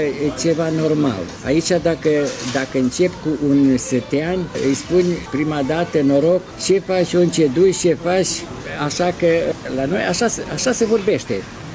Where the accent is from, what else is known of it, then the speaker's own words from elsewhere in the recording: Satu Nou, Vojvodina, Serbia; Eu îs român și mă consider român și prețuiesc, indiferent că trăiesc în Serbia, dar eu trăiesc în Banatul istoric. Banatul istoric n-a fost Serbia